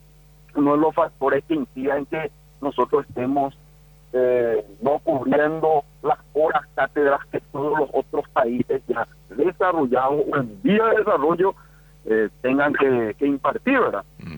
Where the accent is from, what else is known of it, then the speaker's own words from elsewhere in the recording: Paraguay; nosotros como paraguayos